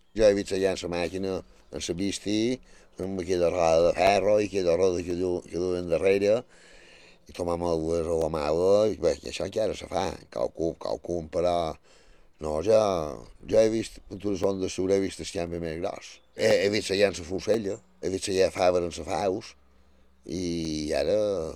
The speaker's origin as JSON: {"language": "Catalan", "region": "Balearic Islands", "country": "Spain", "tie": "born there", "said": "vaig néixer a Faradió, a Sant Triau, en el barri de Sant Maixida. Això està ara anant cap a Campos, hi ha un desvió a la dreta, i és 4 quilòmetres a Sant Triau"}